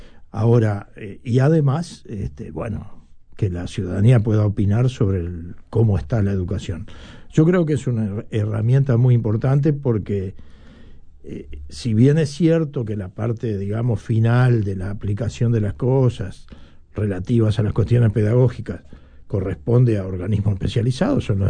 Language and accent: Spanish; Minas, Lavalleja, Uruguay; Soy minuano, medio pueblero, igual.